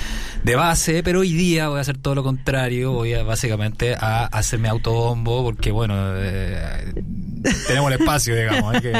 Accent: Santiago, Santiago Metropolitan Region, Chile; que soy santiaguino tonto

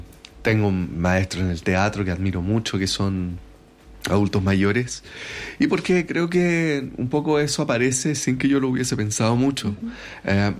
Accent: Concepción, Biobío, Chile; gran parte de miembros de la compañía somos de región, yo soy de Concepción

